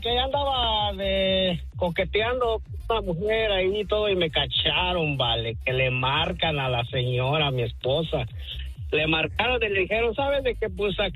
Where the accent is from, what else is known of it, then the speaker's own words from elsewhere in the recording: Michoacán, Mexico; No, allá desde mi tierra natal, Michoacán, Bali, y pues ya nos dejamos de ver